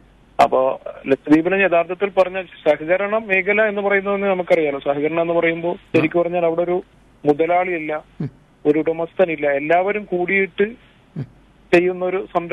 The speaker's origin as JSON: {"language": "Malayalam", "town": "Kavaratti", "region": "Lakshadweep", "country": "India", "tie": "born or raised there", "said": "ഞാൻ കവരത്തി ദ്വീപ് സ്വദേശിയാണ്."}